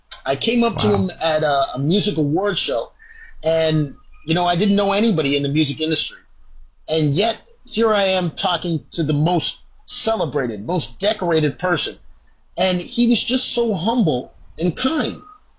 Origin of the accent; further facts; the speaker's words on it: Canada; But I would always like to think, as a Canadian, you always are humble and you're always kind to everyone.